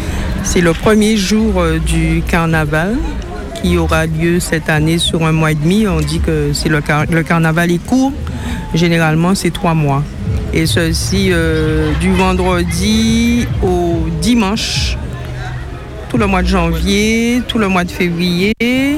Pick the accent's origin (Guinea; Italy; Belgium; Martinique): Martinique; now in Saint-Claude, Guadeloupe; je suis de la Martinique, je suis en Guadeloupe depuis 1971. J'habite à 2,5 km, là nous sommes à Basse-Terre, j'habite à Saint-Claude